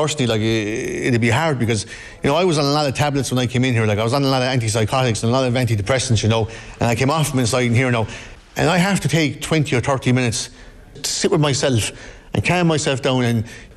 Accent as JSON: {"language": "English", "town": "Sixmilebridge", "region": "Munster", "country": "Ireland", "said": "I'm from 6 Mile Bridge, County Clare."}